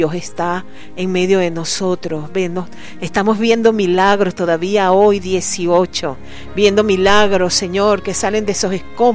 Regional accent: Venezuela

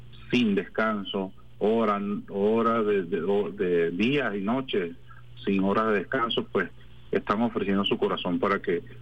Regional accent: Venezuela

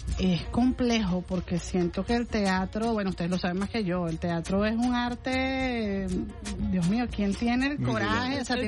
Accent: Venezuela; los venezolanos somos muy orgullosos en el buen sentido de la expresión

